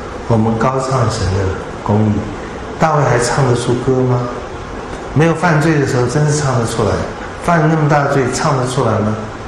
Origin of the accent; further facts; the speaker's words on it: China; 我们中国人讲不出这句话，谢谢你，我们中国人讲不出这句话